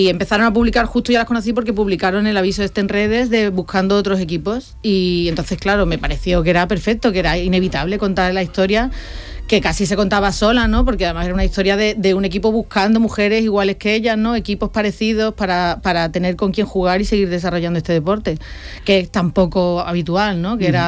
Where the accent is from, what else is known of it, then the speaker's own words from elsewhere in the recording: Mairena, Andalusia, Spain; Bueno, yo soy de Mairena, entonces sí que las veía ahí jugando